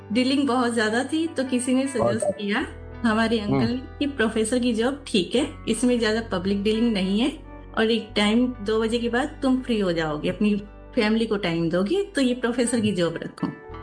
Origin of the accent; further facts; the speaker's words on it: Rajasthan, India; Sir मैं राजस्थान से हूँ।